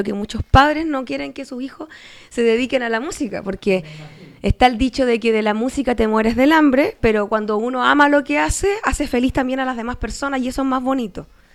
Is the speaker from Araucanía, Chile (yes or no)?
yes; Angol, Araucanía, Chile; also born or lived in Temuco; cantante y cantautora de aquí la región de la Araucanía, de Angol. Nací en Temuco, pero soy angolina porque a los 5 años empecé a vivir en esta bonita ciudad y hice todos mis estudios acá. De básica y de media.